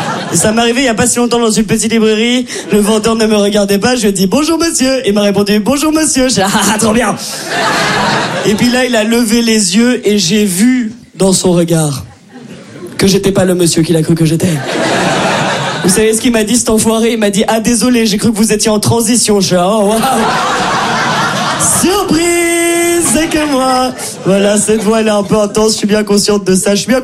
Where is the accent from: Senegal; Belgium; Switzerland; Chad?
Belgium; Brussels, Brussels-Capital Region; accent: Brussels; C'est peut-être mon accent de Bruxelles ou mon immense voix, je sais pas, mais en tout cas, je viens pas de France, voilà, je viens de Belgique.